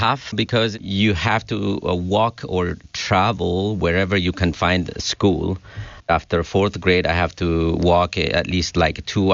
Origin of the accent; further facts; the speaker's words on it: Sidama, Ethiopia; first language Sidama; English is a second language; in Sidaminya, which is my mother tongue language